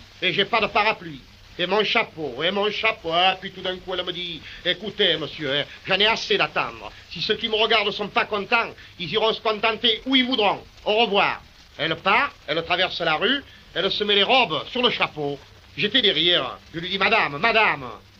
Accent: Marseille, Provence-Alpes-Côte d'Azur, France; Alors chez nous, à Marseille, ça a un peu vexé les gens.

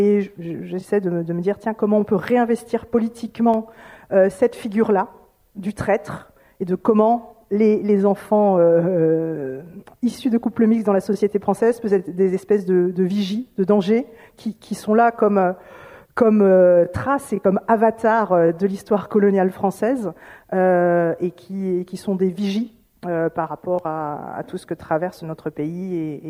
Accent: Brittany, France; Ah, mais comment ça se fait que tu parles français? D'où viens-tu? De Bretagne. Non, mais d'où viens-tu vraiment?

